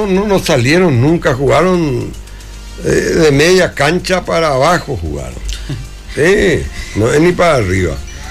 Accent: Paraguay; qué buenos somos los paraguayos

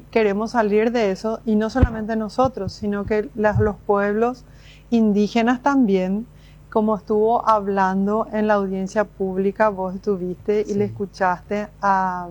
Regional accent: Agua Dulce, Alto Paraguay, Paraguay; nosotros somos de Agua Dulce, del distrito de Bahía Negra.

